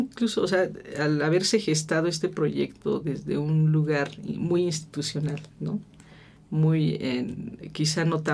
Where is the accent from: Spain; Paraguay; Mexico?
Mexico; Oaxaca; Yo soy de Oaxaca, entonces mis amigas en Oaxaca, que no necesariamente todas son oaxaqueñas